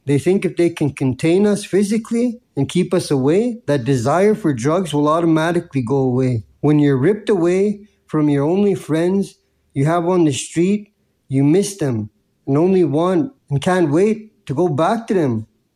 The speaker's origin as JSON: {"language": "English", "town": "Saskatoon", "region": "Saskatchewan", "country": "Canada", "said": "because I'm from Saskatoon, that Saskatoon does not have a drug treatment court"}